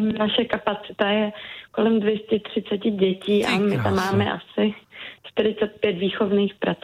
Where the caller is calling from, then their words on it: Benešov District, Central Bohemian Region, Czechia; Já jsem z Benešovska.